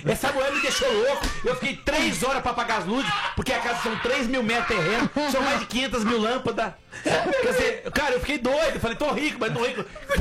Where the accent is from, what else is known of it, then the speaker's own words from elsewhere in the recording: Rio de Janeiro, Brazil; eu sou carioca.